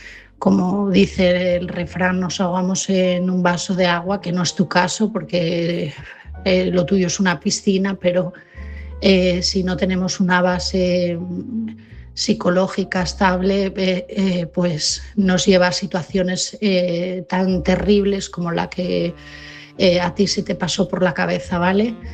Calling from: Asturias, Spain; de Asturias y mi mensaje esta noche es para Angie.

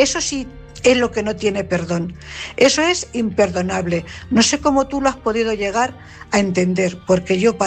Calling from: Cuenca, Castilla-La Mancha, Spain; corresponsal de Cuenca.

